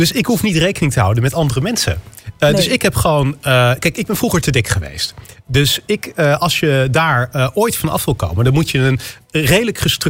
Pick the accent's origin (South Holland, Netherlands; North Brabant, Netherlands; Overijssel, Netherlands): North Brabant, Netherlands; Maar ik ben in Brabant opgegroeid.